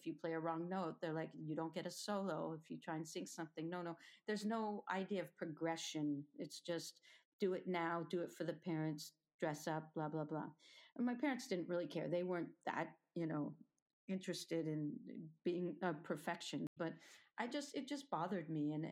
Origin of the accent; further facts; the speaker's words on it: Toronto, Ontario, Canada; also born or lived in Berlin; I was born in Toronto, in a suburb, and I went to Jewish parochial school, so that's like half day Hebrew, half day English, and I was not very happy about it.